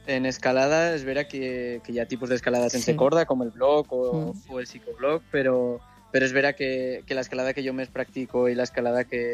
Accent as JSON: {"language": "Catalan", "town": "Jaca", "region": "Aragon", "country": "Spain"}